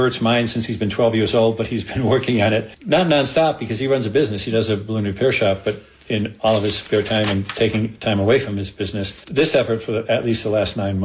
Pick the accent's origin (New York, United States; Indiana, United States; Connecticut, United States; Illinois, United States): Connecticut, United States; moved away; I came out here from Connecticut, and it was a whole new world for me.